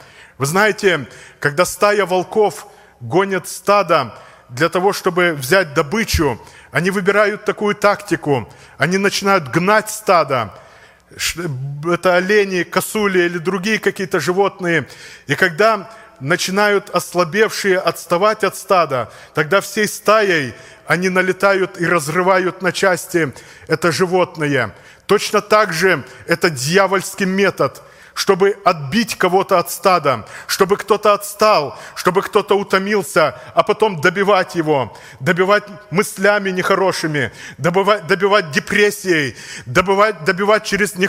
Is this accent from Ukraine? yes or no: no; Tashkent Region, Uzbekistan; Я родился в Узбекистане, недалеко от Ташкента.